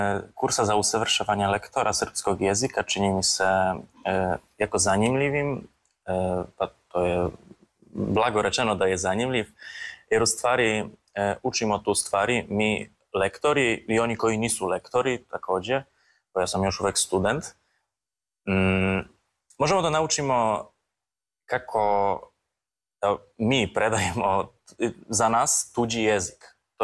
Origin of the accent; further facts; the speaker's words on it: Poland; Serbian is a second language; now in Belgrade, Serbia; dolazim iz Poljske. Već 5 godina bavim se srpskim jezikom, studiram slavistiku na fakultetu u Lođu.